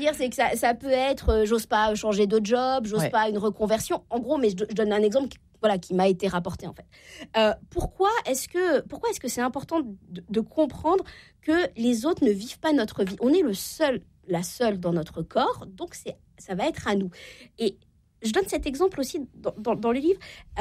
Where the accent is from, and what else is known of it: Normandy, France